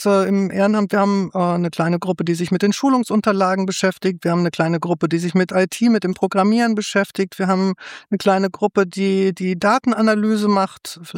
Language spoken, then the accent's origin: German; Frankfurt am Main, Hesse, Germany; born there; moved away as an adult; also born or lived in Russia; bin ja ein Wessi, in Frankfurt am Main geboren